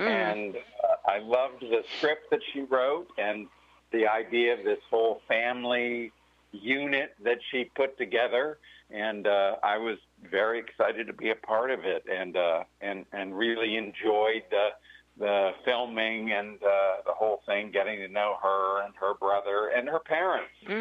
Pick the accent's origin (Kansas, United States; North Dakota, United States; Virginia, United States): Virginia, United States; she came from Kentucky, I came from Virginia